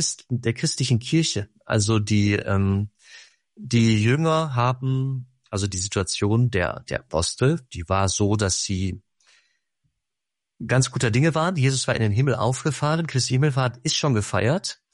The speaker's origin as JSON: {"language": "German", "town": "Rade", "country": "Germany", "tie": "born or raised there", "said": "Ich bin gerade bei meinen Eltern und also in Rade in meiner Heimat"}